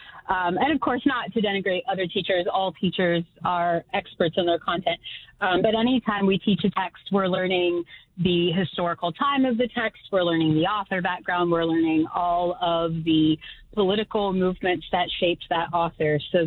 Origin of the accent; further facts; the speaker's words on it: Fayetteville, West Virginia, United States; I actually grew up in Fayetteville, West Virginia. I'm from Fayette County originally.